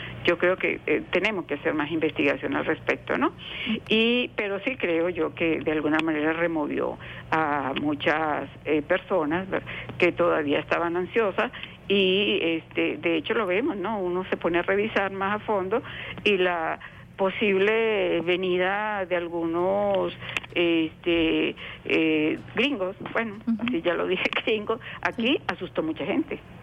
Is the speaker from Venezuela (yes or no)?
yes; Venezuela; nuestra identidad como venezolanos